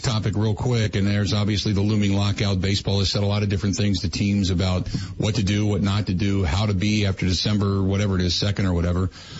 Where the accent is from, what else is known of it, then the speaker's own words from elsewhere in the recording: Cincinnati, Ohio, United States; I grew up in Cincinnati and watched the Big Red Machine in 75 and 76